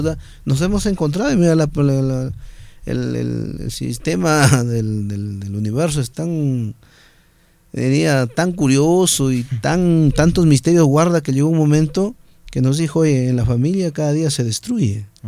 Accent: Peru; Yo vengo del país más cochino de América Latina, vengo de Perú.

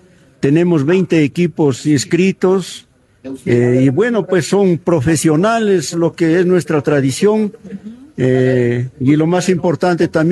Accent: Barro Negro, La Libertad, Peru

